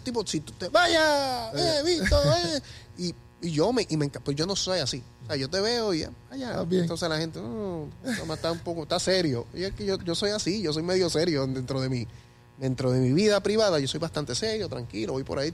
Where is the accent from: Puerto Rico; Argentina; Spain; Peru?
Puerto Rico; Estoy aquí en mi tierra